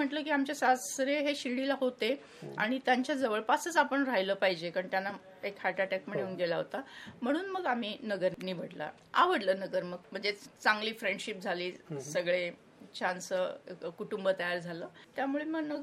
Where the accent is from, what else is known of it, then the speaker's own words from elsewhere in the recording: Maharashtra, India; आमचं माहेर म्हणजे आम्ही महाराष्ट्रीयन आणि सासर सगळं राजस्थानी